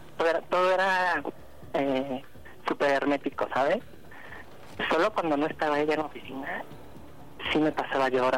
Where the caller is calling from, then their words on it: Torreón, State of Mexico, Mexico; Tengo 30 y soy del Estado de México, Torreón